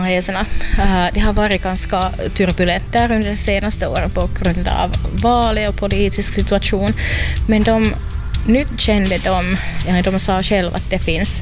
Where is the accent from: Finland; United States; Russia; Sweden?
Finland; för att det blev lite sådär högkurs av olika saker som vi finländare ville sen köpa från henne.